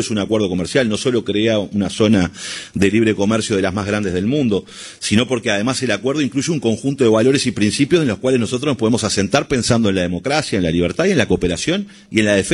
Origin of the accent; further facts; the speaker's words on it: Uruguay; somos un barrio de San Pablo los uruguayos.